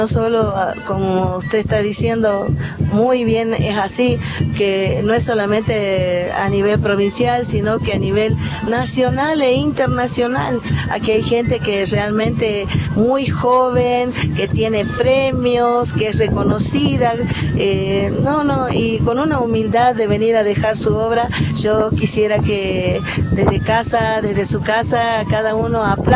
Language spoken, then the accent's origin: Spanish; Jujuy, Argentina; la identidad de nuestro pueblo jujeño, latinoamericano. Dentro de la República Argentina somos los más latinoamericanos. Nosotros no descendemos de barco, nosotros descendemos de esta cultura preciosa que tenemos.